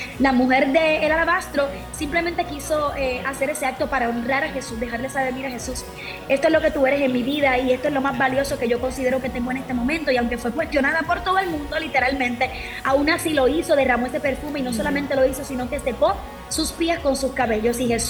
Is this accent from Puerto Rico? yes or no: yes; Puerto Rico; soy natural de Puerto Rico. Estoy ahora mismo en Puerto Rico, pero soy natural puertorriqueña. Soy nacida y criada en el Evangelio.